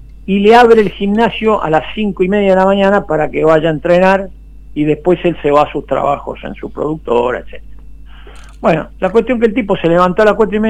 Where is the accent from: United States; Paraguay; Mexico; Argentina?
Paraguay; moved away; tendría que ir a pasar una vacación a mi pueblo allá a Paraguay